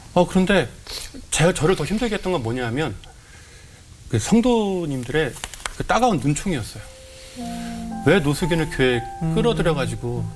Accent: Chuncheon, Gangwon, South Korea; 제가 고향이 강원도 춘천인데

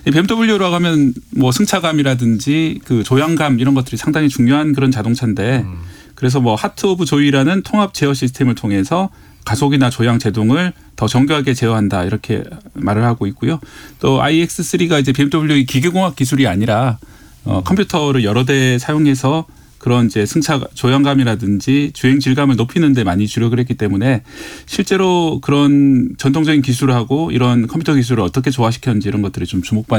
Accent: Busan, South Korea; 고향이 부산이다 보니까

